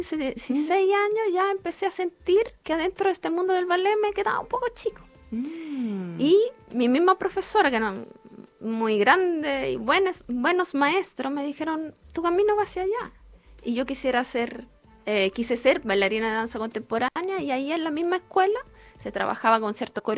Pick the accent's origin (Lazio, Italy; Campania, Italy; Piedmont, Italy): Lazio, Italy; Rieti; accent: Italian; Spanish is a second language; moved away as an adult; also born or lived in Rome; now in Chile; Entonces era una chica de provincia. Nací, me crié en Rieti. Ya a los 16 ya empecé a salir de la casa, ir a la capital para mis estudios. Pero de ahí soy, de ahí vengo, ahí está mi familia, mis orígenes